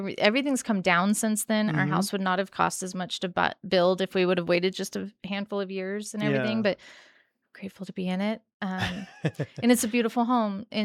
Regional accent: Las Vegas, Nevada, United States; moved away; we're from Vegas.

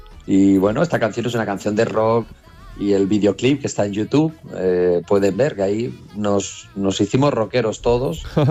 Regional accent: Spain; nosotros aquí en España

